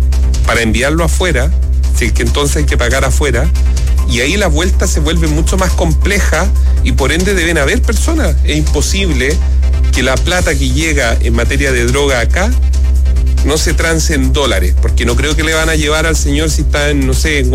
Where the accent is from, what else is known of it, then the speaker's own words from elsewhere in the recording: Chile; ¿Por qué tenemos que, como chilenos, andar corriendo?